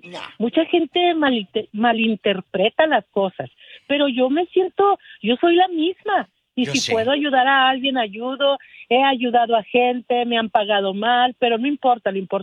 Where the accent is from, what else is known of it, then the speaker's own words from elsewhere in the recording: Ensenada, Baja California, Mexico; now in United States; Tenemos nuestra casita en México. Soy de Ensenada.